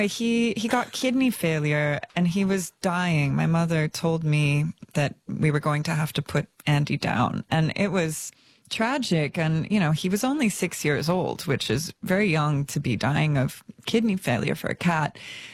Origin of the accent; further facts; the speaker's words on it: Australia; accent: American; I had an American accent, so no one believed me when I said, I'm Australian, you know.